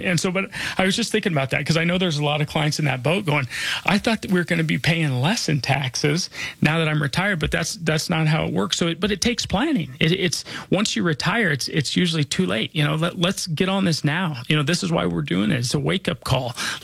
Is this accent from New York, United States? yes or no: no; Denver, Colorado, United States; Again, I was born and raised here in Denver. You know, I'm not just licensed here. This is where I call home.